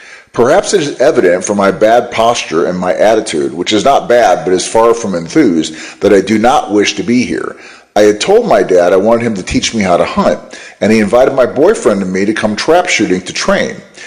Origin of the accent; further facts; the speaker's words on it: Rhode Island, United States; I grew up in Rhode Island, which is almost as densely blue as the ocean itself.